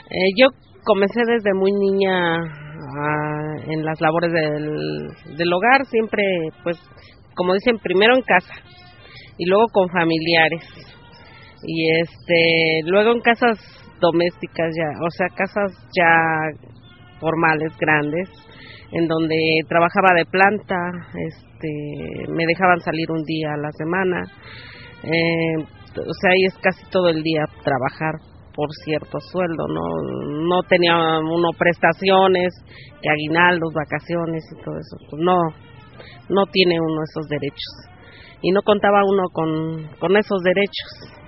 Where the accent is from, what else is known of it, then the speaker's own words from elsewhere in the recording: Huajuapan de León, Oaxaca, Mexico; igual que las compañeras, soy de Huajuapan de León, Oaxaca. Empecé a trabajar desde los 13 años como trabajadora del hogar